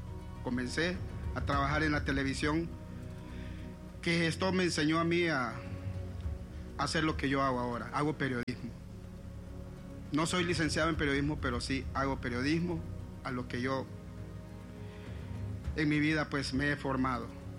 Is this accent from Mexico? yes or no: no; San Pedro Sula, Cortés, Honduras; yo soy de San Pedro Sula, criado en el barrio Las Palmas de San Pedro Sula, nacido en el Hospital Leonardo Martínez en 1975, y a mis 51 años